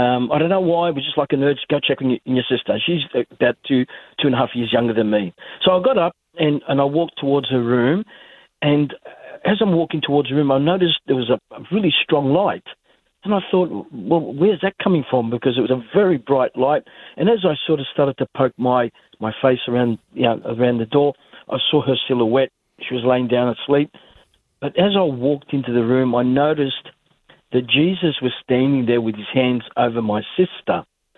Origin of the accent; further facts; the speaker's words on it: Newcastle, New South Wales, Australia; moved away as an adult; now in Sydney, Australia; Yes, I was born in Newcastle, and so I'm a Novocastrian like yourself